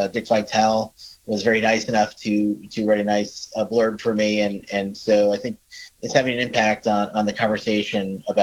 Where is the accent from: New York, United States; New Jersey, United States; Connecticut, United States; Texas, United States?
Connecticut, United States; Fairfield; moved away as an adult; I grew up in Fairfield, Connecticut, a great college town. I went to Fairfield Prep and played football and lacrosse there, and then went to Notre Dame.